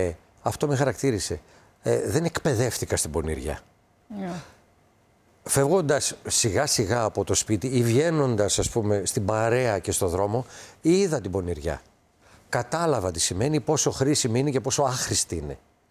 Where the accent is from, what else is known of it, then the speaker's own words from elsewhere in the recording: Thessaloniki, Central Macedonia, Greece; γιατί είμαι Θεσσαλονικιός.